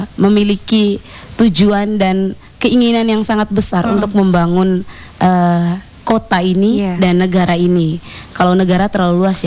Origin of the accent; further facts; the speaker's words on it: Ende, East Nusa Tenggara, Indonesia; Misalnya kita orang Ende itu